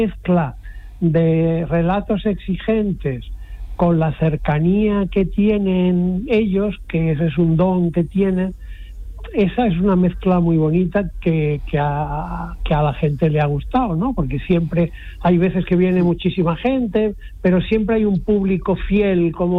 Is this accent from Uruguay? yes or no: no; Spain; yo quizá porque soy español y no soy argentino